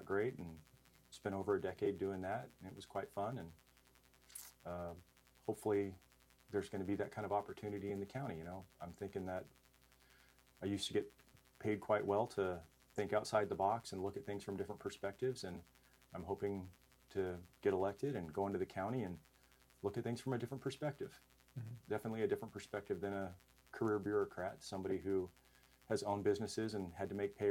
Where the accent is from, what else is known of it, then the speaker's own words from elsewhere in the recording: California, United States; moved away as an adult; now in Sandpoint, United States; I grew up in the Yosemite area in California, and it was an absolutely beautiful place to live.